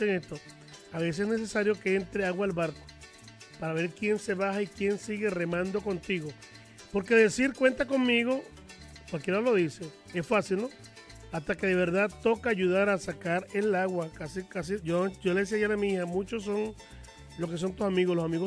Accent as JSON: {"language": "Spanish", "country": "Venezuela"}